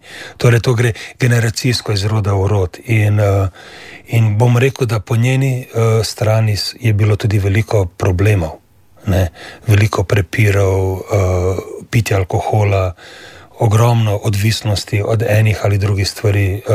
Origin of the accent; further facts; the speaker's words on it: Ljubljana, Slovenia; born there; Ja, rodil sem se v Ljubljani kar nekaj let nazaj, bom rekel.